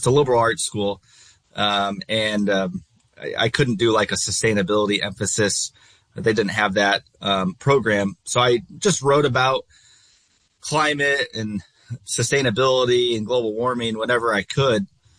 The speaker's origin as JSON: {"language": "English", "town": "South Bend", "region": "Indiana", "country": "United States", "tie": "born or raised there", "said": "I'd say for natural spaces, I go back to growing up on the St. Joe River here that flows through South Bend."}